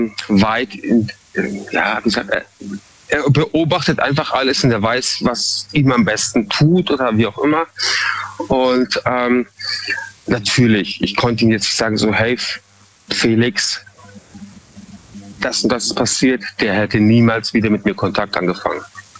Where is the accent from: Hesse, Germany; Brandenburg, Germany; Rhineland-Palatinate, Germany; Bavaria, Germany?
Bavaria, Germany; Munich; now in Freiburg, Germany; Also ich bin ursprünglich aus Bayern, mhm. Ja, Münchner Kindl. Und bewusst bin ich damals eben nach Eichstätten, also nach Freiburg gezogen, um mich einfach so ein bisschen zu distanzieren.